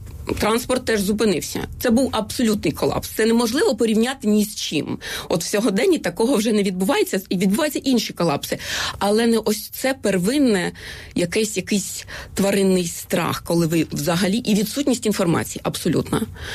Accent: Donetsk Oblast, Ukraine; born there; Це моя мала батьківщина, я там народилася. Олександрівська громада, як на сьогодні вона так називається.

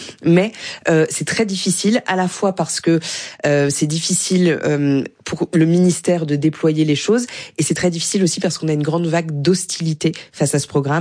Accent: France

